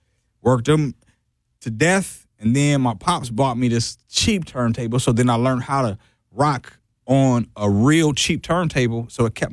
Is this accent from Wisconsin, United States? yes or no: yes; Milwaukee, Wisconsin, United States; East side of Milwaukee, man.